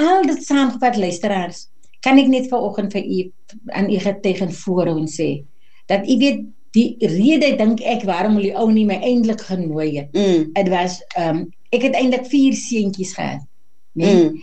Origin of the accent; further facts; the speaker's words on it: Macassar, Western Cape, South Africa; now in Mossel Bay, South Africa; met die hulp van die Here, kan ek net vanaand sê, ek is oorspronkelijk van Makassar. Ek het so plus minus 20 jaar gelede het ek in Mosselbaai aangeland